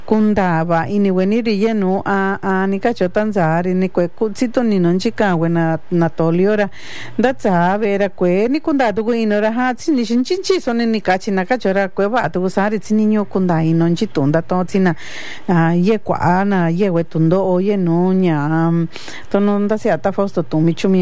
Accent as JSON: {"language": "Spanish", "region": "Oaxaca", "country": "Mexico", "moved": "yes", "lives_now": "Arvin, United States", "said": "nosotros que somos de Oaxaca, pues hablamos una variedad de idiomas originarias, y pues los que hablamos puro español, que no hablamos también el inglés o viceversa"}